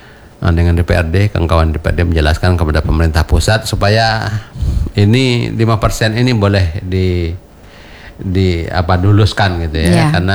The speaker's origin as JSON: {"language": "Indonesian", "area": "Batu Rijal", "region": "Riau", "country": "Indonesia", "tie": "born or raised there", "said": "di kampung saya di Batu Rijal"}